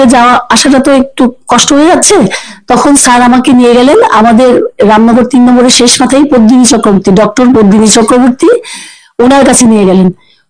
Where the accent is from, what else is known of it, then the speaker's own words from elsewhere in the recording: Agartala, Tripura, India; born there; also born or lived in Silchar, Assam; আমার বাবা ট্রান্সফার হয়ে আগরতলায় এসছে 1974, ঠিক আছে। তো তখন থেকে আমরা আগরতলায় থাকি। তো তখন আমি আগরতলায় এসে আমার যদ্দুর মনে পড়ছে, আমি ক্লাস টু তে এসে আগরতলায় ভর্তি হয়েছি, হ্যাঁ বিজয় কুমার স্কুলেই ভর্তি হয়েছি।